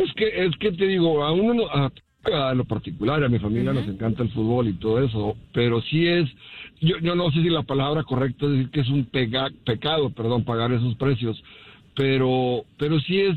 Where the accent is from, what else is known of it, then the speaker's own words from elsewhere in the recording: Mexico; Que jugó el Mundial de México 86, que es de allá de donde soy yo